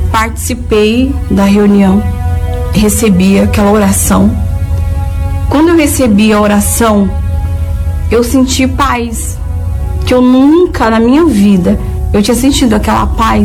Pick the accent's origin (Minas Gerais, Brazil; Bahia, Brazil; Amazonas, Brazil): Bahia, Brazil; Boa Nova; born there; tenho 37 anos. Eu nasci na Bahia, em Boa Nova.